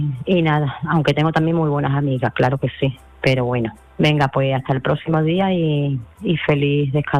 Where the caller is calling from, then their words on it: Seville, Andalusia, Spain; Hola, buenas noches, Manolo. … de Sevilla. Pues nada, ya estamos aquí de vuelta de Fuerteventura.